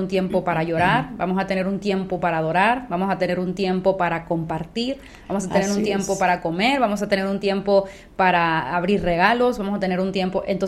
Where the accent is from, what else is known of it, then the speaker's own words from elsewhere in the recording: Argentina; Soy argentina.